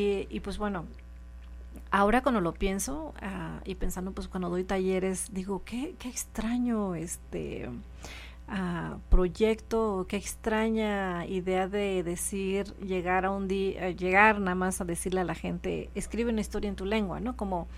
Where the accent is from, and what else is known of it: Oaxaca, Mexico; born there; also born or lived in Santa Catarina Juquila